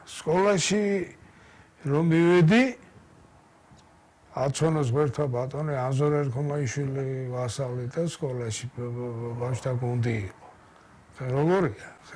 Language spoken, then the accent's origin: Georgian; Tbilisi, Georgia; დავიბადე გასული საუკუნის 50-იან წლებში როგორია ხო და საბურთალოზე მაშინ პატარა სახლები ედგა